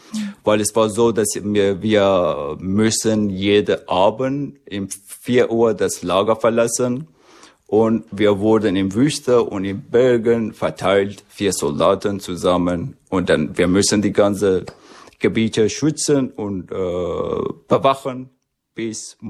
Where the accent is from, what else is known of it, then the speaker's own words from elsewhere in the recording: Kurdistan, Iran; German is a second language; moved away; Wir sind Kurde, wir sind Kämpfer.